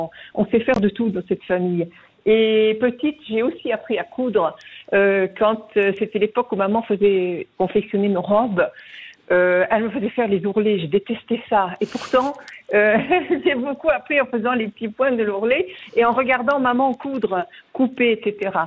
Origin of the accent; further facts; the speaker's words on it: France; En France, puisque je suis française d'origine, je recherche les magasins de mon enfance, je les trouve plus.